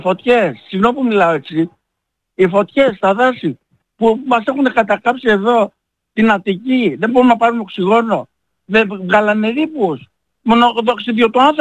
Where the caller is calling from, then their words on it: Piraeus, Attica, Greece; Εγώ είμαι εδώ, είμαι Πειραιώτης είμαι εγώ.